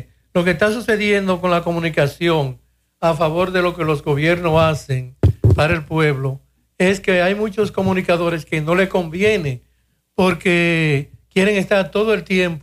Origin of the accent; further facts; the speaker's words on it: Dominican Republic; somos dominicanos con orgullo.